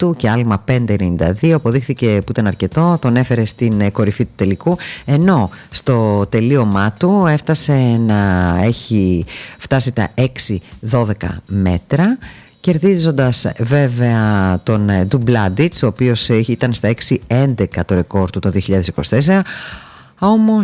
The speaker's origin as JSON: {"language": "Greek", "country": "Greece"}